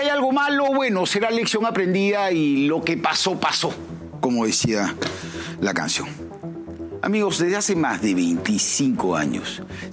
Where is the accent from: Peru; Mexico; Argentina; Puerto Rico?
Peru; recortar nuestras posibilidades como peruanos para crecer, para salir adelante